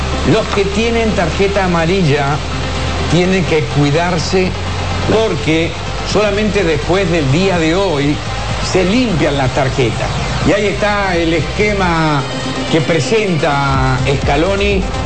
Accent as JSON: {"language": "Spanish", "country": "Dominican Republic", "said": "nuestro amado país es un país solidario. Hablo de República Dominicana."}